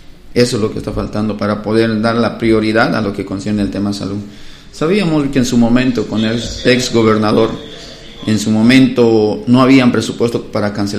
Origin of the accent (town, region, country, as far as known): Bolivia